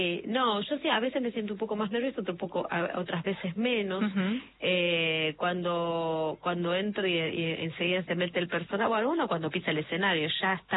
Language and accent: Spanish; Buenos Aires, Argentina; Yo soy de Barracas.